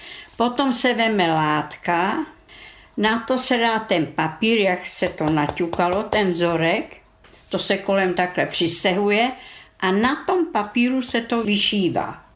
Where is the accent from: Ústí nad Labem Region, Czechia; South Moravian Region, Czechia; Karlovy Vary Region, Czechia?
Karlovy Vary Region, Czechia; Krajková; Czech is a second language; Moje prapra se přímo taky narodila v Krajkově, moje babička taky v Krajkově, moje maminka taky v Krajkově a já taky. Já jsem Němka. Já mám národnost německou a českou státní příslušnost.